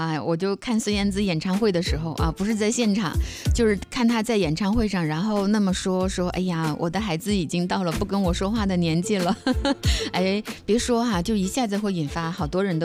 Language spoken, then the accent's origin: Chinese; Dalian, Liaoning, China; 我是大连人，但我不怎么赶海。